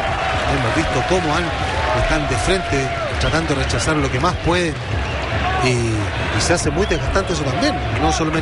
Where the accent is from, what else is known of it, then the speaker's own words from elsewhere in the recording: Cerrillos, Santiago Metropolitan Region, Chile; Yo soy de Cerrillo, entonces.